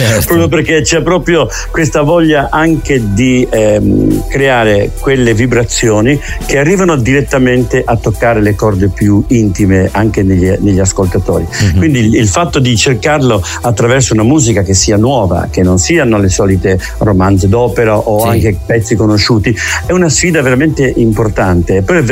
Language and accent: Italian; Genoa, Liguria, Italy; sia io da genovese che Massimo Zennaro da veneziano, da isolano, abbiamo il mare nelle vene